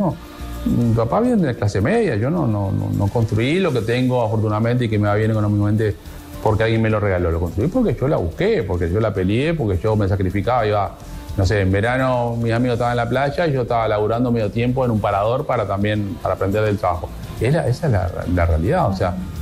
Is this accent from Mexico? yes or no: no; Uruguay; also born or lived in Paraguay; Arranqué como uruguayo paraguayo que soy